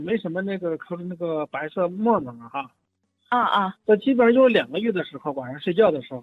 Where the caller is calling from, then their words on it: Baotou, Inner Mongolia, China; 我是包头的。